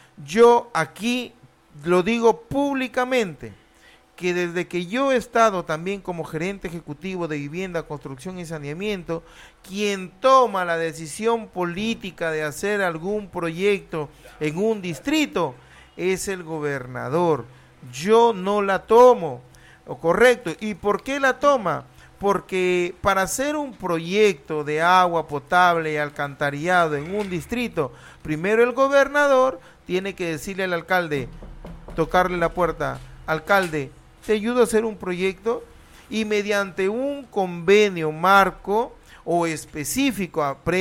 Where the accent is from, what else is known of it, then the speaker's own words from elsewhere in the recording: Tucumán, Argentina; como tucumano siempre he salido a la palestra a decirles a los gerentes, a los subgerentes, decirles, amigos, por favor, ayuden a mi pueblo de Tucumán.